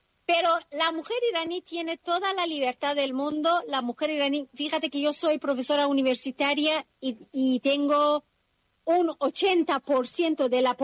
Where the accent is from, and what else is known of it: Iran